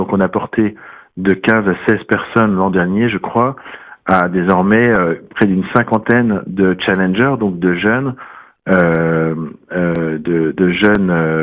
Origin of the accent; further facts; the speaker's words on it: France